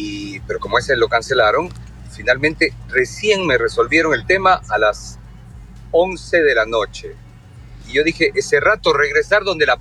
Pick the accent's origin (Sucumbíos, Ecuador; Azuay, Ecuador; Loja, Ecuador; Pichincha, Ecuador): Azuay, Ecuador; Cuenca; Ya hasta que me salió lo cuencano